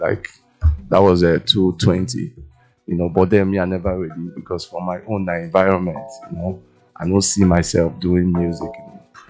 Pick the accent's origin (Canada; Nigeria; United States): Nigeria; Anambra; born there; moved away; I was born in Anambra State.